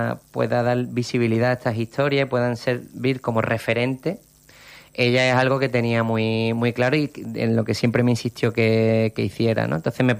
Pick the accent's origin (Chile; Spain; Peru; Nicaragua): Spain; Málaga, Andalusia; soy de Málaga